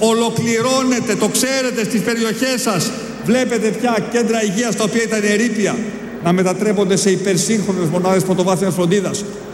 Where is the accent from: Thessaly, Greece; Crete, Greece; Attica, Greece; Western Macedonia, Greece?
Crete, Greece; Ο τόπος μου, η Κρήτη